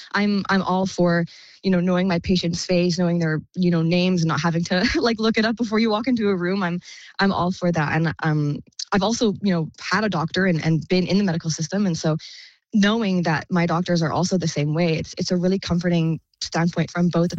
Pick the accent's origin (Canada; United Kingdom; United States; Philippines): Canada; Cranbrook, British Columbia; So I'm originally from Cranbrook. I was raised here. And so I've always loved small communities.